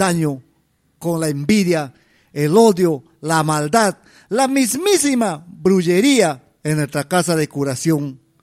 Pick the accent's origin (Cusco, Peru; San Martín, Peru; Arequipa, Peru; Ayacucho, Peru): San Martín, Peru; Chasuta; la selva, la provincia, mi tierra, mi pueblo, su tierra de la vieja Antuca, el bajo Huallaga, allí en Chasuta